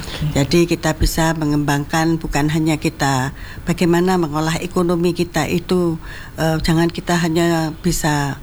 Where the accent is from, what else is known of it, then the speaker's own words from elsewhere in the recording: Jember, East Java, Indonesia; kalau kita orang Jember